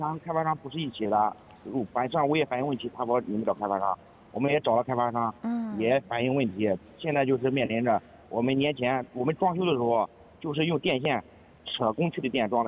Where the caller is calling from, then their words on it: Pizhou, Jiangsu, China; 我们是江苏省邳州市宝龙17的业主。